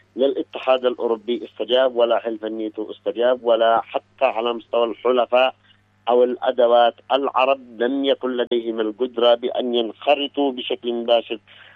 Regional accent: Yemen; عندنا في اليمن

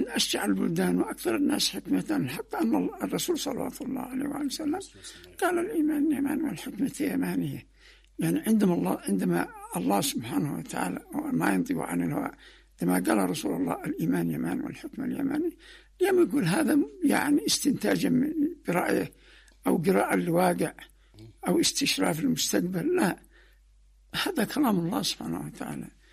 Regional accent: Yemen; يعني نحن من صنعنا الحضارة ليس في اليمن وحده وإنما في المنطقة العربية كلها.

